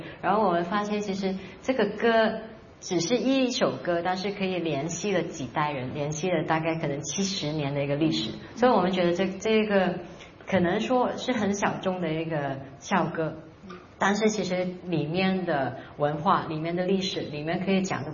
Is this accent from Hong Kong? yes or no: yes; Hong Kong; 我自己以前在香港城市里面长大，然后突然之间有一个机会进到香港的村里面去